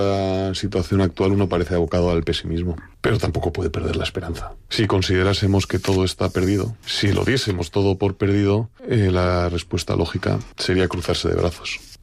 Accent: Spain; Y yo escribo como un español.

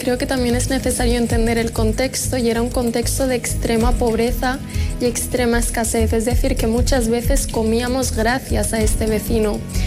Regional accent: Morocco; soy de Marruecos. Tengo 21 años, soy estudiante de Derecho y Relaciones Internacionales

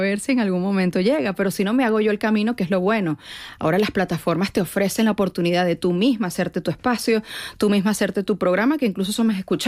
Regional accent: Venezuela; now in Madrid, Spain; tengo 10 años que no voy a Venezuela también. En 10 años ha cambiado muchísimo el país.

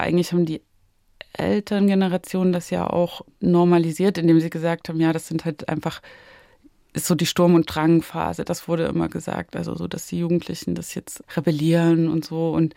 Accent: Saxony, Germany; also Sachsen oder da, wo ich aufgewachsen bin, Westsachsen, ist ja auch nah an der bayerischen Grenze, also Hof.

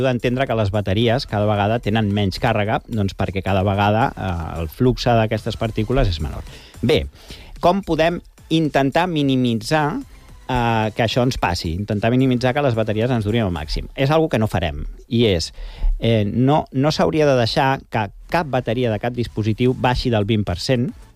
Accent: Galicia, Spain; now in Catalonia, Spain; jo soc de Galícia

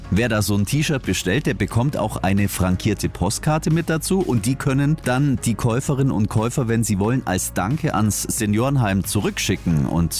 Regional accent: Swabia, Germany; Für mich als Schwabe

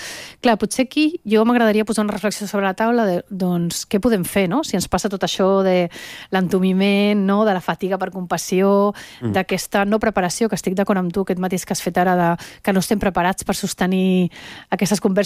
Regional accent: Venezuela; moved away; jo també soc de Venezuela, que tinc una connexió emocional que forma part de la meva vida a aquella terra

